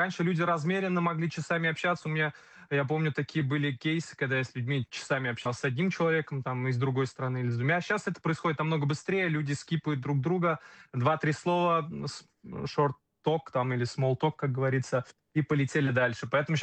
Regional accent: Kazan, Tatarstan, Russia; особенно Казань после моих роликов, потому что я из Казани, из Республики Татарстан.

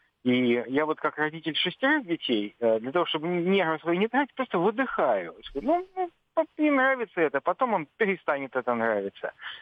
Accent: Saint Petersburg, Russia; Я из Санкт-Петербурга

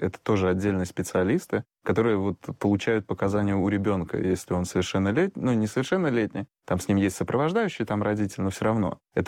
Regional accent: Russia; born there; там я родился в РФСР, то есть 90-е годы, я помню это все

